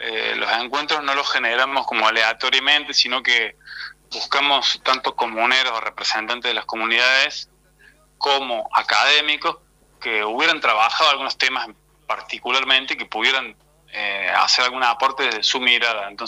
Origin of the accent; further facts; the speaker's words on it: Córdoba, Argentina; accent: Cordoban; nuestras palabras, nuestra tonada como cordobeses, sobre bueno, las lenguas supuestamente perdidas.